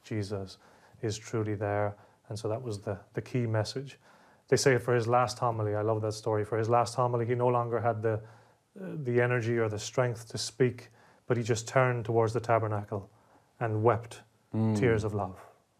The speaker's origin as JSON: {"language": "English", "region": "Connacht", "country": "Ireland", "tie": "born there", "also_born_or_lived": "London, England", "said": "we moved back to Ireland, where I spent most of my life, County Sligo, northwest of Ireland."}